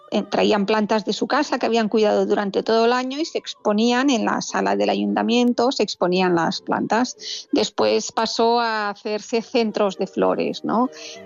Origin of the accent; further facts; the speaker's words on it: Girona, Catalonia, Spain; somos gente de Gerona